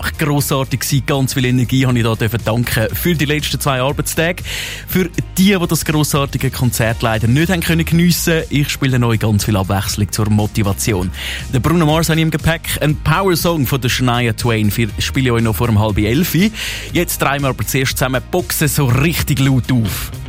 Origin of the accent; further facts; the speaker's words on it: Aargau, Switzerland; Als Aargauer